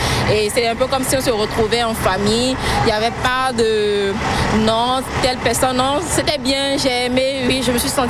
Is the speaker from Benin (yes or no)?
yes; Benin; je viens du Bénin.